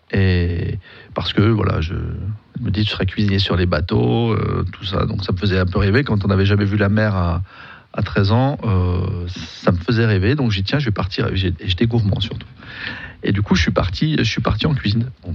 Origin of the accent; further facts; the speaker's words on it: Besançon, Bourgogne-Franche-Comté, France; born there; also born or lived in Gray; je suis né à Grez, je suis franc-comtois, je suis né à Grez, j'ai vécu à Grez jusqu'à mes 8 ans, et ensuite je suis venu habiter à Besançon.